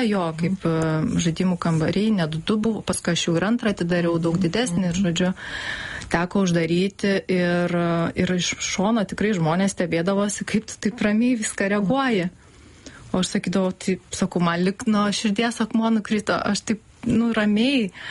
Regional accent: Panevėžys, Panevėžys County, Lithuania; Taip, aš iš Panevėžio.

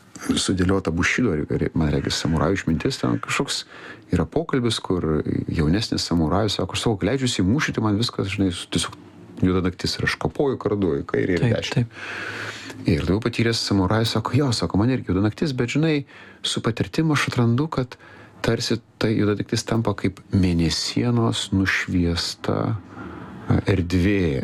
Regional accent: Vilnius, Vilnius County, Lithuania; aš esu iš Viršuliškių, kur kažkaip nuo vaikystės, norint praeiti pro bromą, reikėjo mokėti pastovėti už save, atsiliept.

